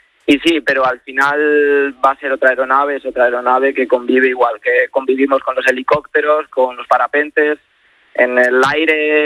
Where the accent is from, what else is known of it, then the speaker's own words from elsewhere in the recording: Benavente, Castile and León, Spain; Soy de Benavente.